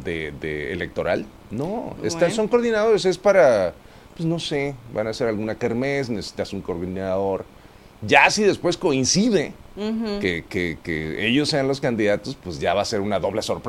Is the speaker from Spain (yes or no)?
no; Mexico; me siento como un mexicano representado en este asunto.